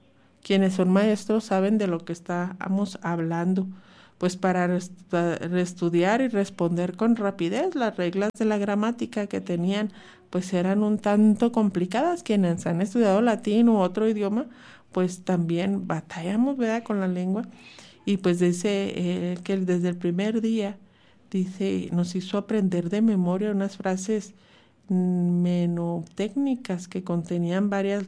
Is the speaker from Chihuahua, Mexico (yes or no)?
yes; Chihuahua, Mexico; born there; Yo soy nacida en Chihuahua y la colonia industrial es donde vive toda mi familia